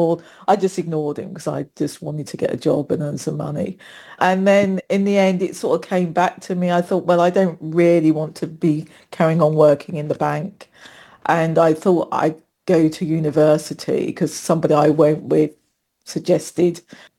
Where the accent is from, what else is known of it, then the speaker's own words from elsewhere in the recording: Plaistow, London, United Kingdom; I was born in West Ham, lived in Plaistow for most of my childhood and my early adulthood.